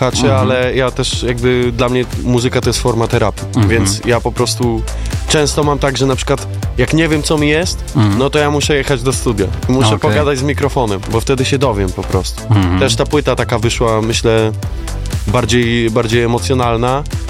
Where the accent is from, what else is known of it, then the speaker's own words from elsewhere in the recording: Łódź, Łódź Voivodeship, Poland; ale jestem bardzo dumny z tego, że jestem z Łodzi. I nie wyobrażam sobie żyć chyba poza moim miastem na ten moment.